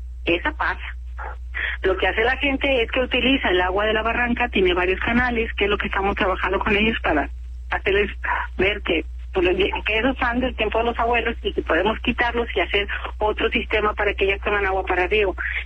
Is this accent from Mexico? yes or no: yes; Mexico